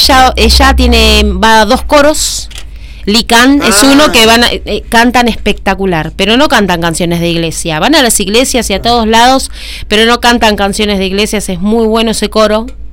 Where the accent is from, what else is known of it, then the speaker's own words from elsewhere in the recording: La Plata, Buenos Aires Province, Argentina; born there; Nosotros nos reuníamos cuando éramos chicos en La Plata.